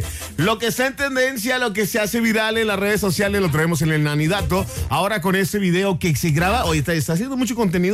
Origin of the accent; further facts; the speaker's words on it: Mexico; yo soy muy mexicano, me siento muy orgulloso de México.